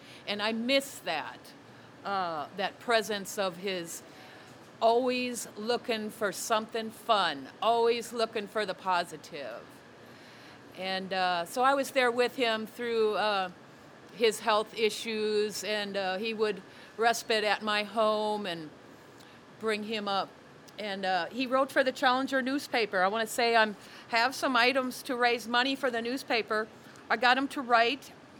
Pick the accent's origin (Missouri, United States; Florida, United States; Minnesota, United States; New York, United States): Minnesota, United States; moved away; I'm originally from Minnesota, but I knew when I came here and they were fighting for the airport and boycotting the mall that I was in the right place.